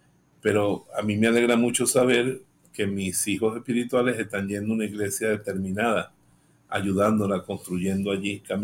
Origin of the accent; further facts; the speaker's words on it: Venezuela; como decimos los venezolanos